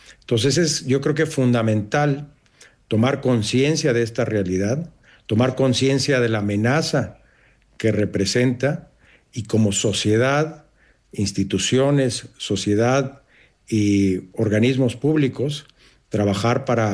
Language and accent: Spanish; Mexico